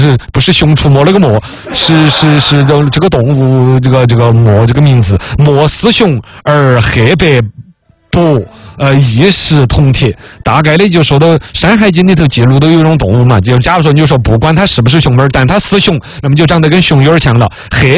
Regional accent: China

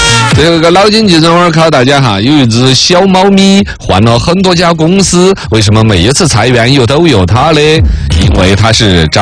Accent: Chengdu, Sichuan, China; 我们成都人

